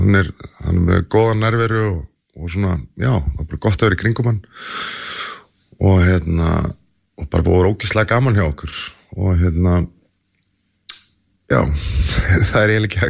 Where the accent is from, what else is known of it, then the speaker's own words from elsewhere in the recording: Flateyri, Westfjords, Iceland; Þá var ég kokkur á vagninum á Flateyri, ég er frá Flateyri.